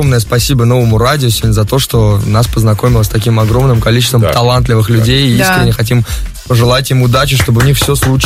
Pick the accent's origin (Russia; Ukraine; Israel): Russia; Saint Petersburg; я как человек из Петербурга